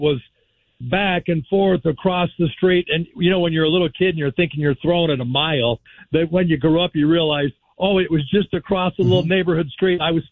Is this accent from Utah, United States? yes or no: yes; Salt Lake City, Utah, United States; Also, growing up in Salt Lake City, we went and watched games at Dirks Field at the time, the AAA baseball team.